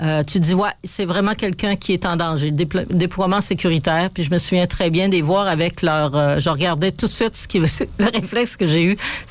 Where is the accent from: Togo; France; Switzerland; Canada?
Canada; Quebec; Nous, on est des Québécois souverainistes.